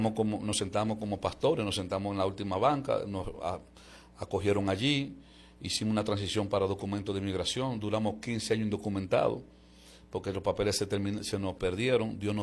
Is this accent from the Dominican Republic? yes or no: yes; Dominican Republic; moved away as an adult; now in United States; nosotros venimos estrenados desde la República.